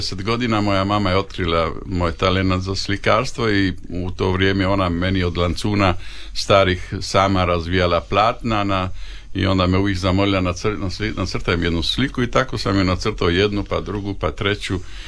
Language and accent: Croatian; Zadar, Zadar County, Croatia; mi smo imali svoje igralište kod nas u Arbanasima, koje smo mi sami sebi gradili, napravili